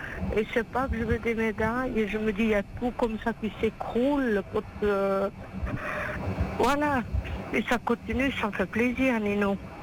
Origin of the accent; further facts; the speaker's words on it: France; je suis quelqu'un de France